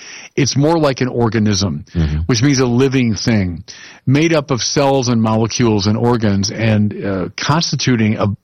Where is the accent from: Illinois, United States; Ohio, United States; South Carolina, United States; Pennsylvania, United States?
Illinois, United States; he's from my home state of Illinois